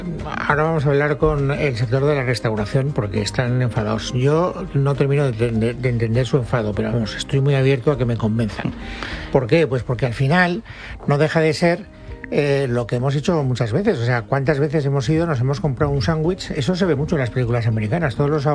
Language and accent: Spanish; Valencian Community, Spain; yo digo Mercadona porque es el que frecuento, porque como soy valenciano, pues ¿qué lo vamos a hacer?